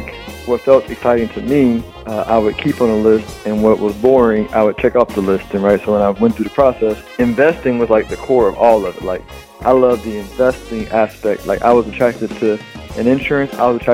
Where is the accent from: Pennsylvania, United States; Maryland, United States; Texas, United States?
Texas, United States; Houston; I mean, growing up in Houston was great. It was tough to understand the relativity of living anywhere else because it was all I knew.